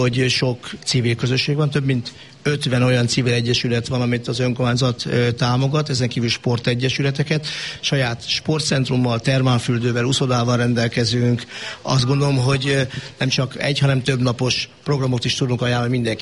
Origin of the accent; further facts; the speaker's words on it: Pápa, Veszprém County, Hungary; mert nem csak mi pápaiak vagyunk itt